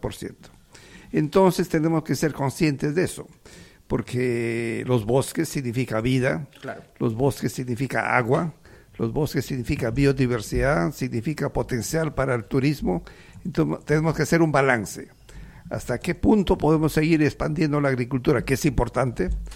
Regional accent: San Martín, Peru; Yo soy de San Martín y conozco bastante de cerca el mundo rural por Juanjuy, Tocachi

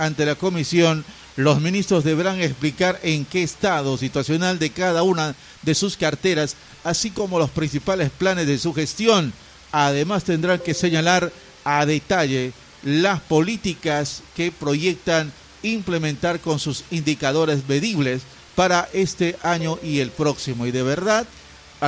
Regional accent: Peru; nosotros como peruanos

